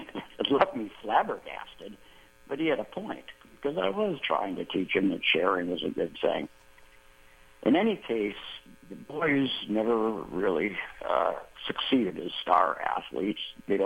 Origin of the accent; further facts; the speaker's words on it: Minnesota, United States; now in Texas, United States; I grew up in Minnesota, and where sports were important, but they weren't king of everything. And I now live in Texas